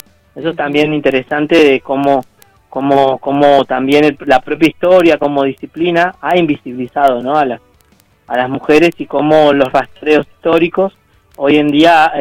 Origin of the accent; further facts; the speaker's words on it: Patagonia, Argentina; yo siendo un historiador patagónico